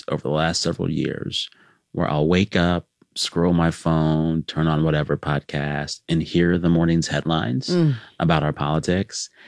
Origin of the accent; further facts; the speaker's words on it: Seguin, Texas, United States; I grew up on Jefferson Avenue in Seguin, Texas.